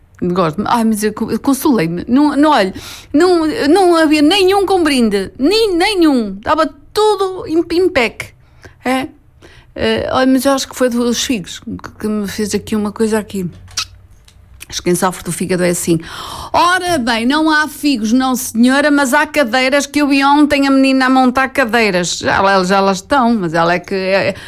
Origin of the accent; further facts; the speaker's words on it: Espinho, Norte, Portugal; eu sou natural de Espinho